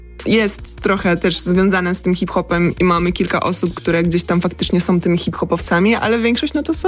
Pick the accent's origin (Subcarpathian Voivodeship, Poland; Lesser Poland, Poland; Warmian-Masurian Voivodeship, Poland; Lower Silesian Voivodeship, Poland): Lower Silesian Voivodeship, Poland; Wrocław; Też jakby wychowałam się na tym Trójkącie Bermudzkim we Wrocławiu.